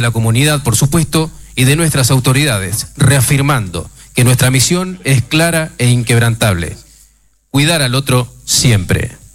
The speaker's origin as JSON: {"language": "Spanish", "country": "Argentina", "said": "nos identifican como argentinos"}